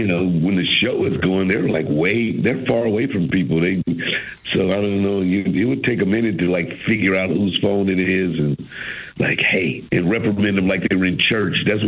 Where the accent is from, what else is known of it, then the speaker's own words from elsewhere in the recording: St. Louis, Missouri, United States; I'm from St. Louis